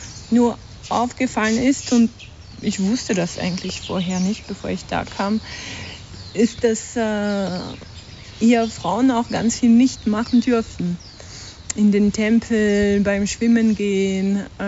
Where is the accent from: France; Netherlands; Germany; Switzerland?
France; German is a second language; now in Austria; ich bin Bergführerin. Ich bin Französin, ich lebe aber in Österreich.